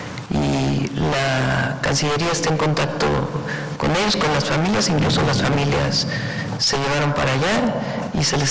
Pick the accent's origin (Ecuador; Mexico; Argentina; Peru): Mexico; es un orgullo ser mexicano